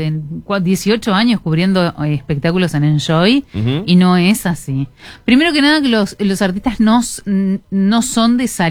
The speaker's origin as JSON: {"language": "Spanish", "country": "Uruguay", "said": "No somos como los uruguayos que puedes estar saliendo Suárez."}